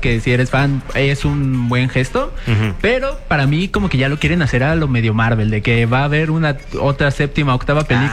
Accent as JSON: {"language": "Spanish", "country": "Mexico", "said": "este es mi México"}